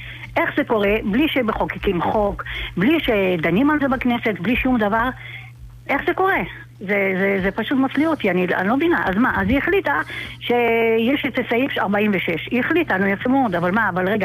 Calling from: Ashdod, Southern District, Israel; אני מאשדוד

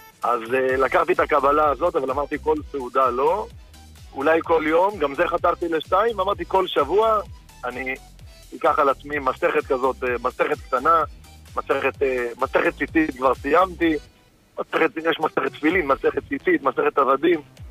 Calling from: Netanya, Central District, Israel

